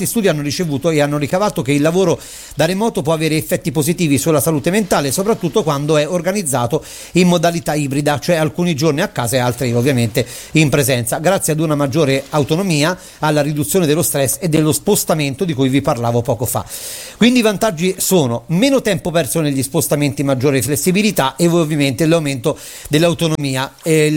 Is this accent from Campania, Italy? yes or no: yes; Campania, Italy; mi permette tranquillamente di essere qua al mio paese. Un saluto dalla Campania.